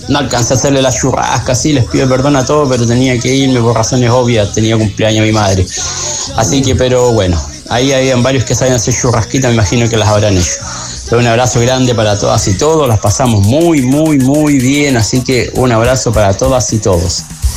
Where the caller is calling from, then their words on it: Antofagasta, Chile; yo soy colocolino, pero soy antofagastino